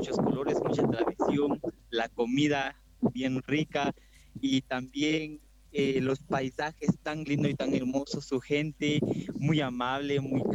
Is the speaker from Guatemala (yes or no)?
yes; Alta Verapaz, Guatemala; Yo soy de Guatemala, soy de Alta Verapaz